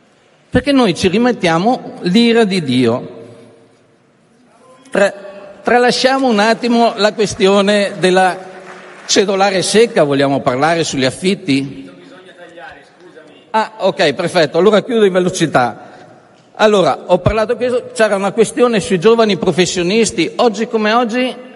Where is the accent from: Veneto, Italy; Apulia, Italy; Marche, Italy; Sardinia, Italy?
Veneto, Italy; io vengo dal Veneto, noi abbiamo un problema fondamentale nelle regioni di confine.